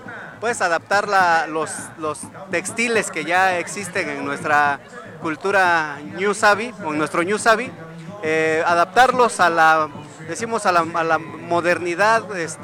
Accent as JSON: {"language": "Spanish", "country": "Mexico", "tie": "born or raised there", "said": "En mi pueblo ya no realizan, mi pueblo es yutecoso, entonces ya no realizan el telar de cintura."}